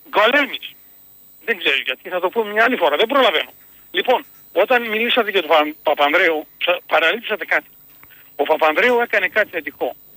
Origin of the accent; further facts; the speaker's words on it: Macedonia, Greece; born there; εγώ δεν είμαι Σκοπιανός ρε, ούτε έχω πάει στα Σκόπια. Εγώ είμαι Μακεδόνας ρε. Το καταλαβαίνετε. Ντόπιος Μακεδόνας.